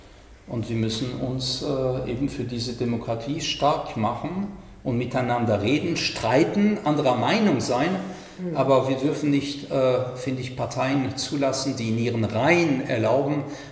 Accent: France; Ich komme aus Frankreich.

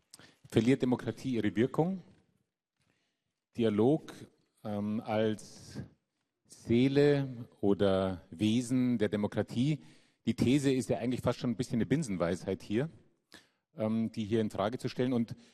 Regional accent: Germany; ich komme jetzt aus Bayern, Baden-Württemberg

